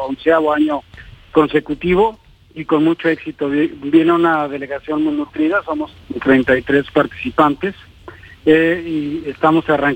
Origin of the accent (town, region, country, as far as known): Mexico